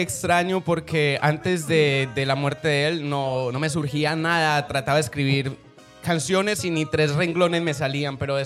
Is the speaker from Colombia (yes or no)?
yes; Paisa region, Colombia; moved away as an adult; now in Valencia, Spain; Soy paisa